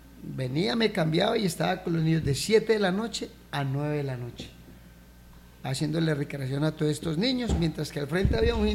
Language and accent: Spanish; Medellín, Antioquia, Colombia; yo soy criado en esa zona. O sea, llevo 50 años en esa zona, yo soy de Medellín.